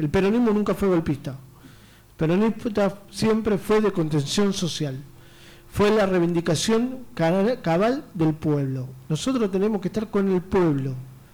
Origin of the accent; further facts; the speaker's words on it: Argentina; Todos somos argentinos